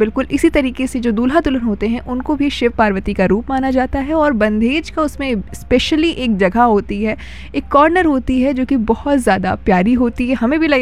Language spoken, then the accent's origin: Hindi; Uttar Pradesh, India; हम सब उत्तर प्रदेश से हैं